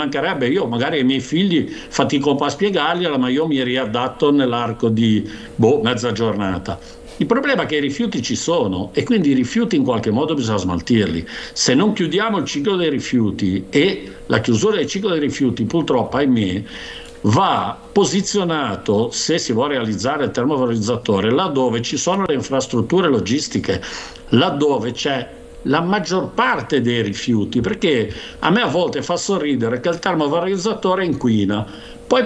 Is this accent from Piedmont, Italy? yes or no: yes; Turin, Piedmont, Italy; io ho 58 anni, quando ero ragazzino a Torino andavo a comprare il latte con la bottiglia